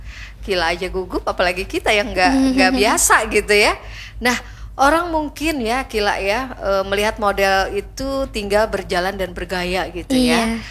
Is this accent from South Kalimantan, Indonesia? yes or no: yes; South Kalimantan, Indonesia; warga Banua Kalimantan Selatan